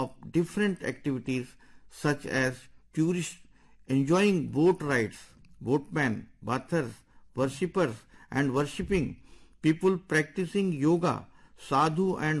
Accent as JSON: {"language": "English", "town": "Varanasi", "region": "Uttar Pradesh", "country": "India", "tie": "born or raised there", "said": "I was born and brought up in Varanasi"}